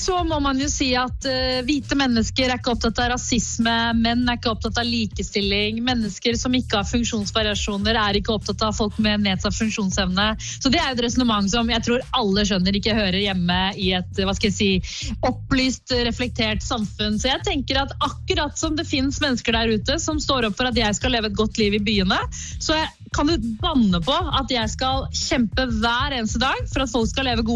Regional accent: Oslo, Norway; jeg har vokst opp I Oslo med både T-banetrikk, tog, ekspressbuss og melkerutebuss

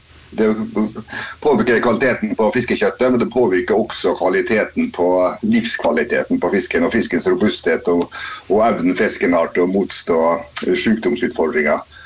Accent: Møre og Romsdal, Norway; moved away; det var hjemme på Averøya

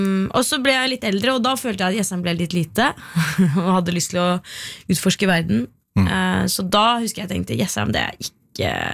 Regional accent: Jessheim, Akershus, Norway; moved away; nå bor det jo mange flere på Jessheim enn det gjorde da jeg vokste opp på Jessheim

